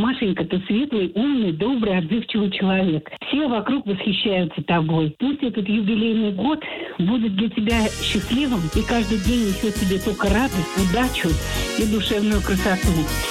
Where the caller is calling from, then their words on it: Moscow, Russia; Здравствуйте, радио «Дача». … я из Москвы.